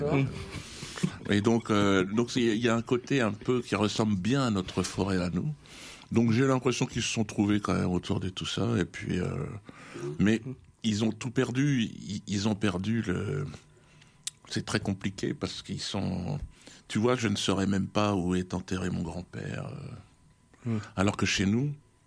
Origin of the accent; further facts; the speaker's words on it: Cameroon; j'ai fait le parcours initiatique dans la forêt du Cameroun. Je suis un Camerounais.